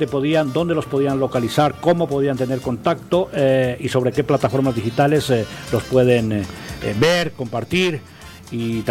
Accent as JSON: {"language": "Spanish", "country": "Ecuador"}